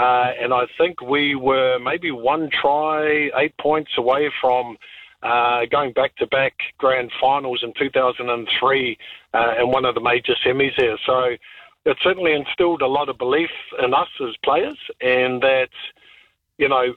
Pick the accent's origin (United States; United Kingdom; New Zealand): New Zealand; But, you know, for us as Kiwi players, we just sort of focused on us.